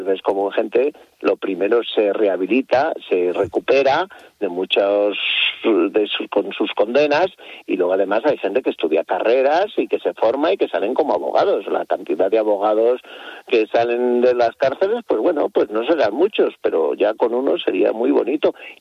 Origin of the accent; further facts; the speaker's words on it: Madrid, Community of Madrid, Spain; el Escorial, a los que somos de Madrid, como está aquí al lado, no lo valoramos.